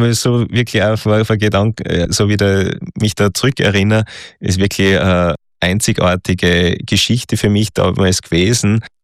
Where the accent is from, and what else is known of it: Austria